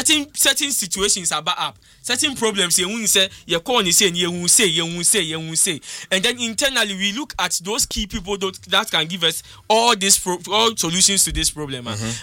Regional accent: Ghana; The only time me as a Ghanaian me share football am any day was Kwesi Appiah.

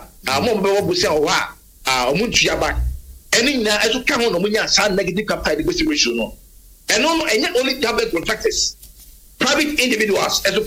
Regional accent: Ghana; I'm a Ghanaian.

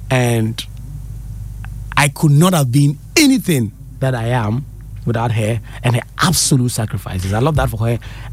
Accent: Ankase, Ghana; now in Accra, Ghana; I grew up in Ankase.

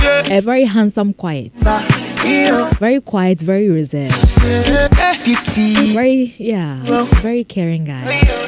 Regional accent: Nigeria; I come from Nigeria.

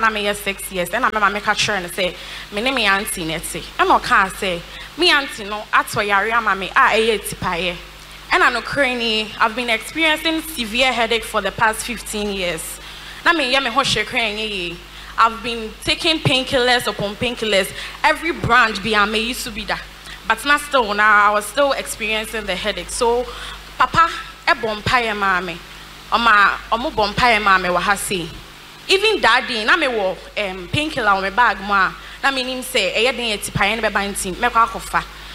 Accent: Ashaiman, Greater Accra, Ghana; I'm from Ashaman.

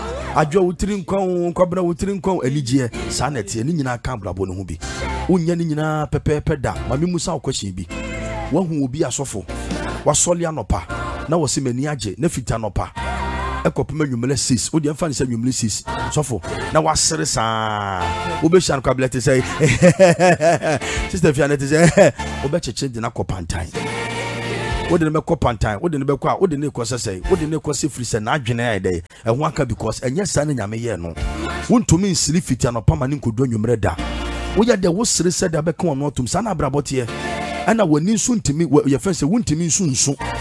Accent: Nigeria; I'm mama. I'm from Nigeria.

